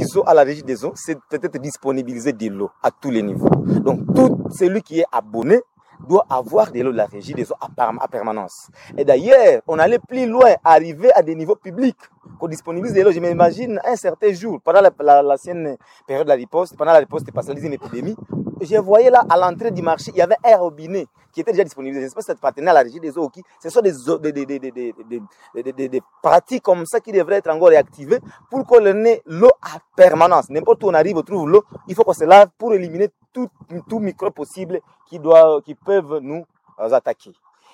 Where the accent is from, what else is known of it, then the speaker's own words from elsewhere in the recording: Butembo, North Kivu, DR Congo; born there; Je suis né à Boutembo